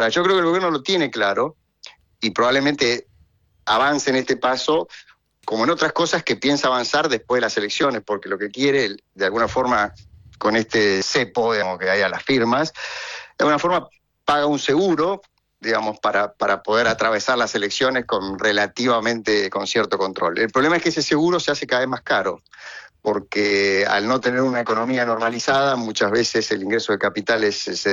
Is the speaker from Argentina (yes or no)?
yes; Argentina